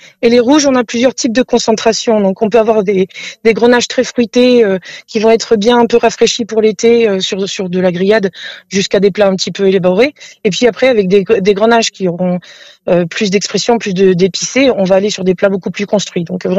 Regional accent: Rhône Valley, France; now in Côte Vermeille, France; je suis originaire de la Vallée du Rhône.

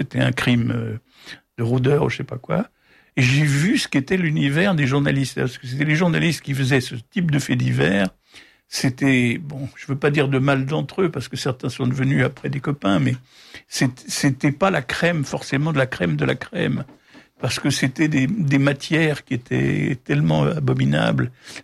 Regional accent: Paris, Île-de-France, France; J'ai dit, ben non, moi je serais bien resté, mais je suis parisien, je veux quand même retrouver ma famille à Paris. Donc je suis remonté à Paris.

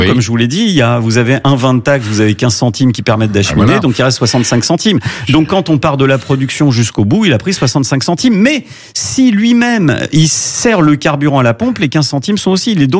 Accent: France; en tant que Français

